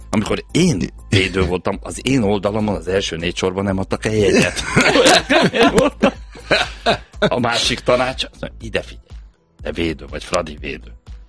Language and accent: Hungarian; Budapest, Hungary; Én a legendás Szabó Laci, a Szabó Dékány fedezett sor jobboldali játékosával nőttem föl, egy Gizella úton egy utcában laktunk